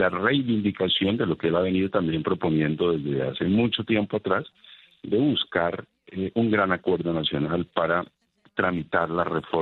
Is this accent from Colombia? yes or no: yes; Putumayo, Colombia; Justamente estoy en el Putumayo, Julio. Estoy atendiendo esta llamada desde mi tierra.